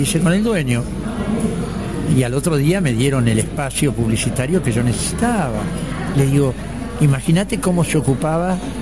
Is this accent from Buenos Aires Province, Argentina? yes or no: yes; General Villegas, Buenos Aires Province, Argentina; Yo, que trabajo en Buenos Aires en la actualidad, por ahí algún pasajero me pregunta, ¿de dónde sos? Y digo, de General Villegas